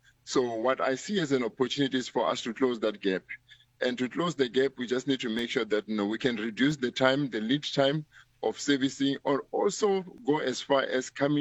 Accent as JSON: {"language": "English", "country": "South Africa", "said": "as a South African"}